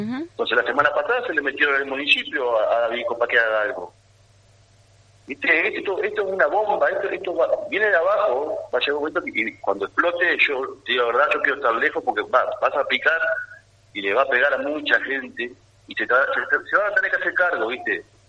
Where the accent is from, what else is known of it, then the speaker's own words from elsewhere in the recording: Gualeguaychú, Entre Ríos, Argentina; los 100 trabajadores de Yumbán somos de Gualeguaychú, no somos de Buenos Aires.